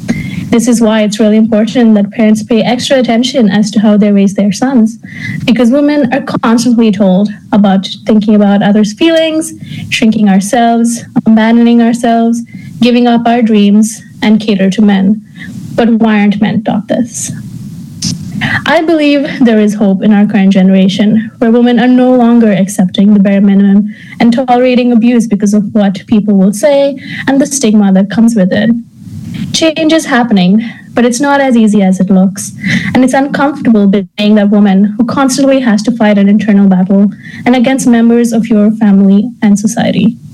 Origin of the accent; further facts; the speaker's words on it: India; India. As a country, India has progressed in many ways. I've seen the shift in mentality in women in my hometown.